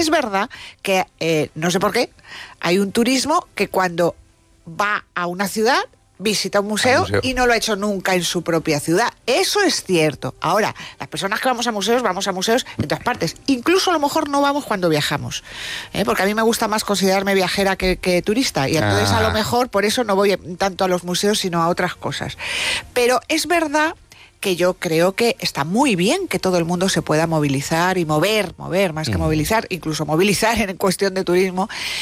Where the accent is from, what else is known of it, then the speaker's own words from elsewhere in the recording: Madrid, Community of Madrid, Spain; yo soy de Madrid, pero amo Santiago de Compostela. Voy todos los años un par de veces